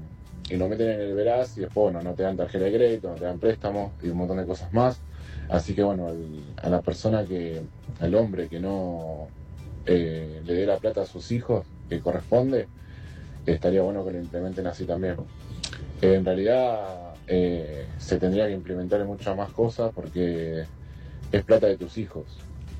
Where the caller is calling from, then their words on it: San Justo, Buenos Aires Province, Argentina; de San Justo.